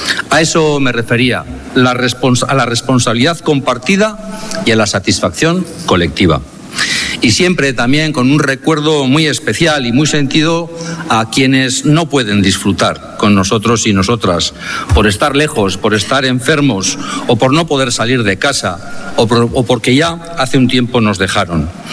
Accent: Bilbao, Basque Country, Spain; Última Aztenagusi como alcalde, pero no como bilbaíno.

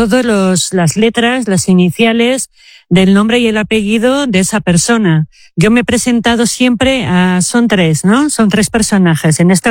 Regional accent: Trapagarán, Basque Country, Spain; yo soy de Trapagarán, de la margen izquierda

